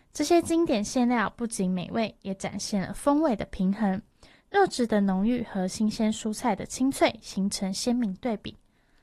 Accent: Taiwan; 我来自台湾，很高兴认识大家。这是我第一次讲粤语

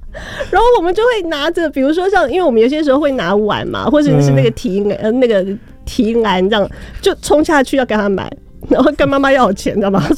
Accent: Keelung, Taiwan; born there; 因为我住基隆嘛

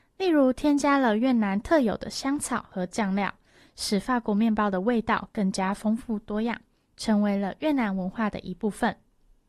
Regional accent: Taiwan; 我来自台湾，很高兴认识大家。这是我第一次讲粤语，

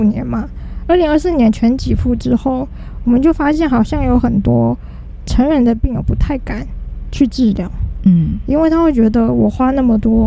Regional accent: Taiwan; 我们台湾

